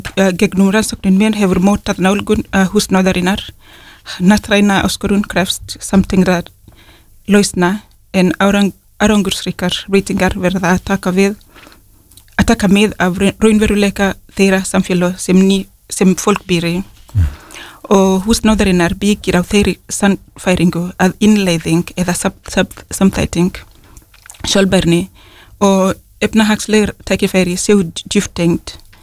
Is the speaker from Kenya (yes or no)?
yes; Kenya; now in Iceland; ég er frá Kenya en ég er líka ég kalla Ísland heim sko.